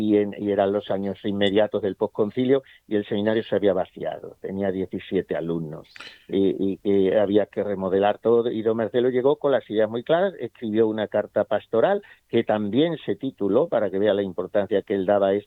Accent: Badajoz, Extremadura, Spain; moved away; also born or lived in Toledo; Allí me fui también desde Badajoz, de donde soy natural

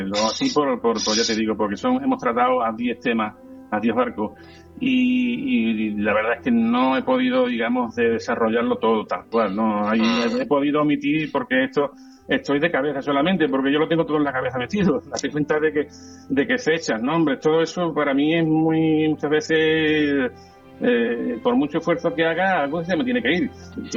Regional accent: Cádiz, Andalusia, Spain; yo soy de Cádiz, pero muchas veces me escucháis y me cambia la...

